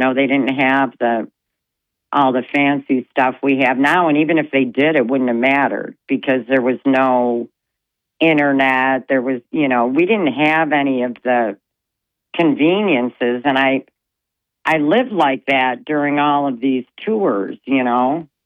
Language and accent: English; Rochester, New York, United States; moved away as an adult; I grew up in Rochester, New York. And then I went in the military right after high school.